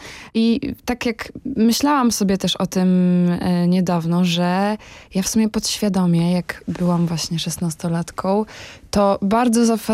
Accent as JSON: {"language": "Polish", "town": "Międzyleś", "region": "Lublin Voivodeship", "country": "Poland", "said": "Ja jestem z Lubelszczyzny, z takiej małej miejscowości Międzyleś, położonej nad Bugiem."}